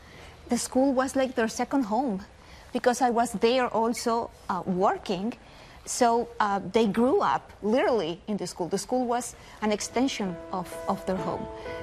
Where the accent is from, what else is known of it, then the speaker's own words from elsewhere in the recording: Nuevo León, Mexico; It's a program with the government of the state of Nuevo León in my home country, which is Mexico.